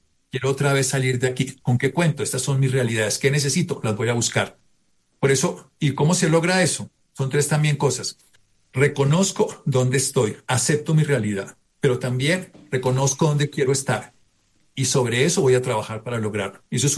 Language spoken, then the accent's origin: Spanish; Colombia